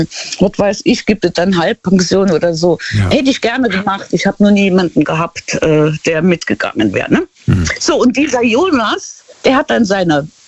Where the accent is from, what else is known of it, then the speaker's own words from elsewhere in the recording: Luxembourg; und dieses Gemeindekaffee heißt das bei uns in Luxemburg.